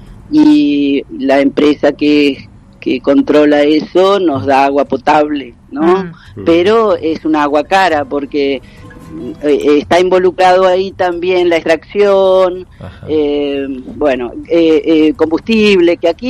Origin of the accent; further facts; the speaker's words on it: Ensenada, Buenos Aires Province, Argentina; moved away as an adult; now in Cape Verde; Soy de Buenos Aires, Ensenada. Ensenada.